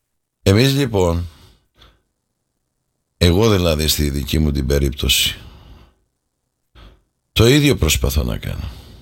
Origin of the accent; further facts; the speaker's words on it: Greece; η Ελλάδα μας, η χώρα μας, η πατρίδα μας, ο λαός μας